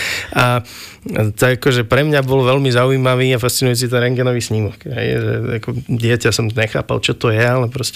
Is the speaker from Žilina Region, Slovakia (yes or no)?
yes; Martin, Žilina Region, Slovakia; moved away as an adult; now in Trnava, Slovakia; Som rodinný Martinčan, takže tu na Trnave som tak trošku ďaleko od domova. Vyrastol som teda v Martine, v krásnom meste medzi horami. V podstate som tam sa aj vrátil po vysokej škole na chvíľu.